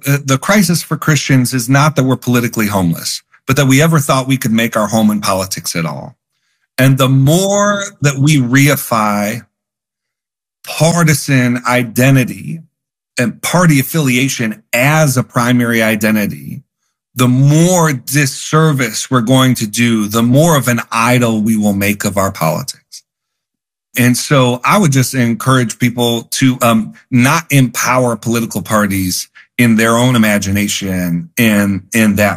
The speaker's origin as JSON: {"language": "English", "town": "Buffalo", "region": "New York", "country": "United States", "tie": "born or raised there", "said": "So I grew up in Buffalo, New York"}